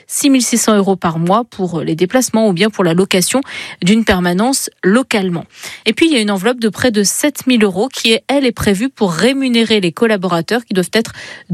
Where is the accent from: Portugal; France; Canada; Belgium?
France; Centre-Val de Loire; En tout cas, c'est comme ça chez nous en Berry parce que chacun de nos 2 départements doit désigner 2 sénateurs.